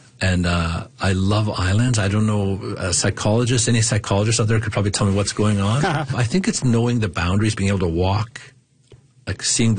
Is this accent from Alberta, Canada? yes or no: yes; Fort Vermilion, Alberta, Canada; So I grew up in Fort Vermilion. So I was born and raised. It's kind of between High Level and Fort Chipewyan. It's about 700 people.